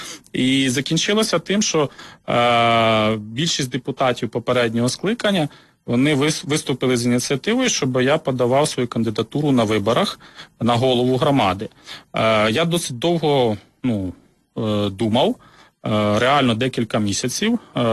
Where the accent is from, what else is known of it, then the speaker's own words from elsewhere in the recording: Mykolaiv Oblast, Ukraine; also born or lived in Hlukhiv, Sumy Oblast; Потім батьки мої переїхали на Миколаївщину, в село, де вся батькова родина, де мій батько народився. Там народилися мої брат і сестра. Але це північна частина Миколаївщини.